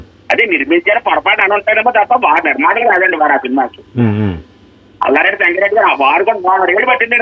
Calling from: East Godavari district, Andhra Pradesh, India; మా తూర్పు గోదావరి జిల్లాలో

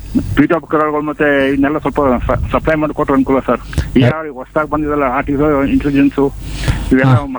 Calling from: Karnataka, India

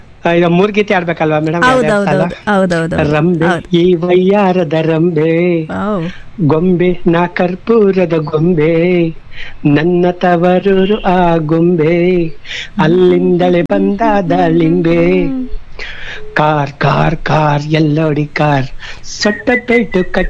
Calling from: Bengaluru, Karnataka, India; ಬೆಂಗಳೂರಿನಿಂದ

